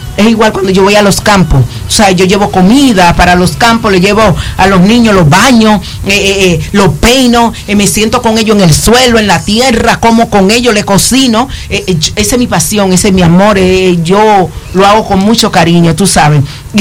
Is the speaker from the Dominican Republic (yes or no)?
yes; El Seibo, Dominican Republic; moved away; yo soy de un campo del Ceibo.